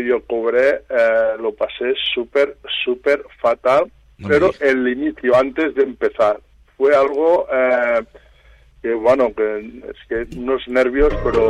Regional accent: Ponts, Catalonia, Spain; fue precisamente en mi pueblo natal, en Pons.

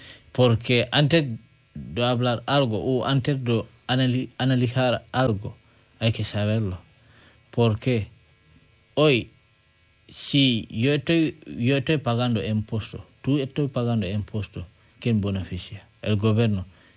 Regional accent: Senegal; Spanish is a second language; now in Spain; Porque yo vengo de Senegal. Ahora yo estoy en España.

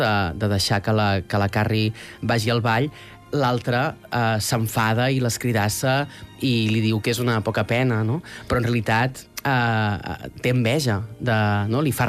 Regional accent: Catalonia, Spain; com a catalans, com a europeus, no ens en podem fer exactament la idea, no?

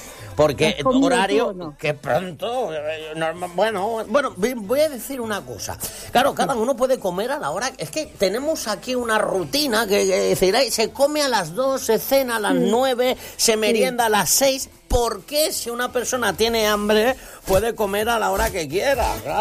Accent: Barcelona, Catalonia, Spain; yo soy de Barcelona

